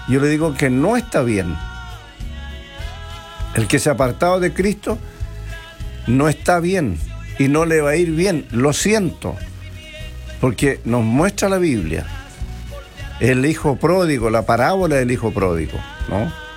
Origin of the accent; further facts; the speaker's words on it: Río Bueno, Los Ríos, Chile; compañero de trabajo unionino, río buenino. Estoy trabajando en la Unión